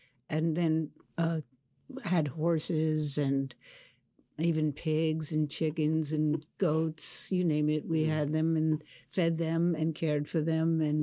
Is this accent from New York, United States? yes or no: yes; New York City, New York, United States; Yes, I was raised in Queens, New York.